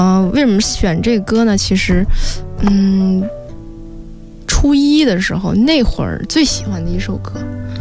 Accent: Guangdong, China; 这个我想就是唱两句粤语歌吧，因为我是广东人嘛。

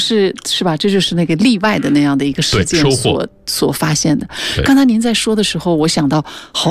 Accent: southern China, China; 因为我是一个南方人。

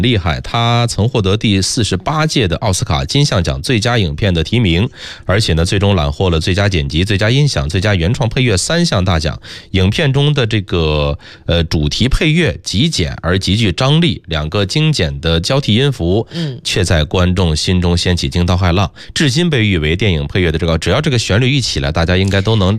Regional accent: Hebei, China; 我是河北人啊

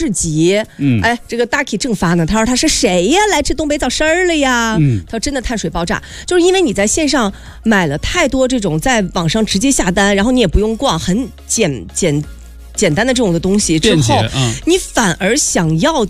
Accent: China; 我觉得对于我们中国人而言是一件非常幸运的事情

